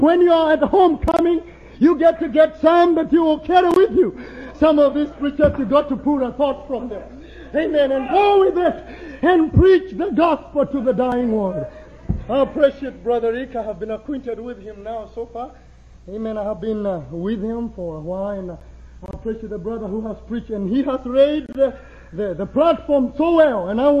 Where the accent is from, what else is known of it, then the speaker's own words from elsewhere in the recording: Kenya; And I come from Kenya. That is in East Africa. I'll be headed home here shortly.